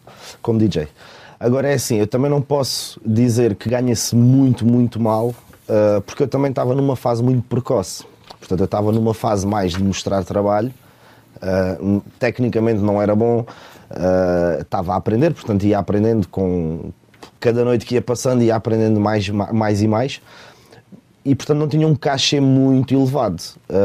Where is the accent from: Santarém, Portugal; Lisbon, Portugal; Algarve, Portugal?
Algarve, Portugal; Silves; moved away as an adult; also born or lived in Lausanne; Eu cresci, portanto, num bairro em Silves